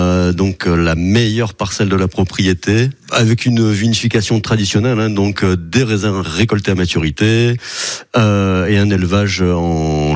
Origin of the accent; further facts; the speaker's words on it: France; on est français.